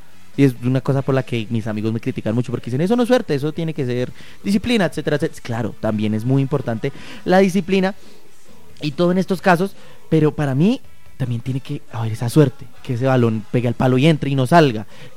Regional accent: Colombia; esa costumbre que tenemos los colombianos

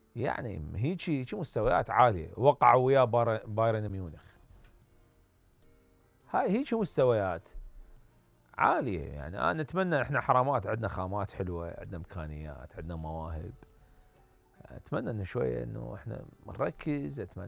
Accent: Iraq

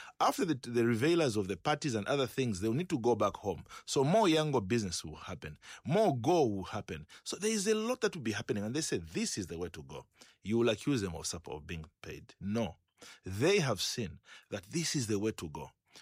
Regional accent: Chingola, Copperbelt, Zambia; I come from Chingola.

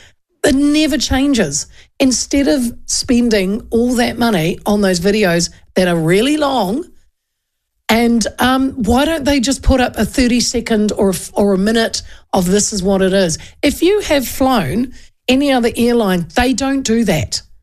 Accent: Hastings, Hawke's Bay, New Zealand; moved away; I grew up in Hastings where we had earthquakes all the time

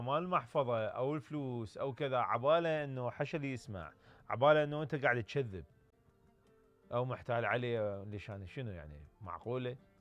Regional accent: Iraq

